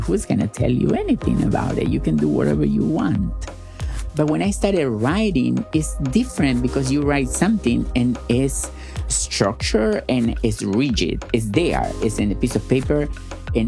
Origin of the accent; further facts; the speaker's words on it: Gálvez, Santa Fe, Argentina; English is a second language; You love to talk about my hometown. I was born in Ciudad de Galvez. Most people live from agriculture. The town is very little and everybody knows you